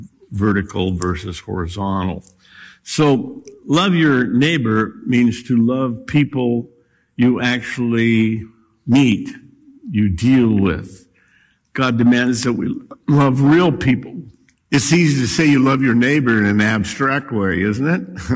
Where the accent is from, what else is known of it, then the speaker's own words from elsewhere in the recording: Scotland, United Kingdom; I'm Scottish. My dad taught me to save everything.